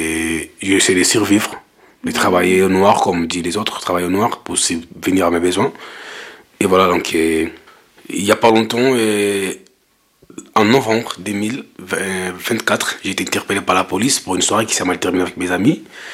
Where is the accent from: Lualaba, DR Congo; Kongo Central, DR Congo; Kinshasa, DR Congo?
Kinshasa, DR Congo; moved away as an adult; now in Nantes, France; Je suis originaire du Congo Kinshasa. Je suis arrivé en France en 2019.